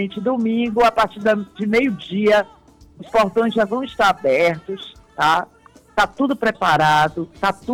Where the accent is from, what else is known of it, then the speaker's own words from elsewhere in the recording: Itabuna, Bahia, Brazil; born there; also born or lived in Salvador / Rio de Janeiro; primeira casa que eu tenho foi onde eu nasci